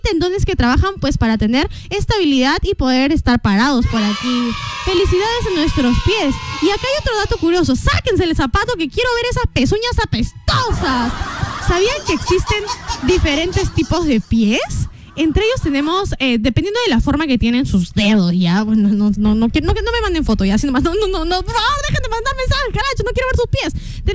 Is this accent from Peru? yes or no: yes; Peru; acá como peruanos